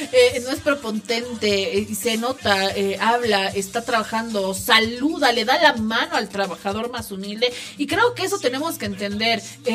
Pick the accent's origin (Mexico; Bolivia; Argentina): Bolivia; Pero yo entiendo el enojo, y el enojo de Amílcar, no como ex autoridad, pero como boliviano. Estamos tan cansados de ver el uso del poder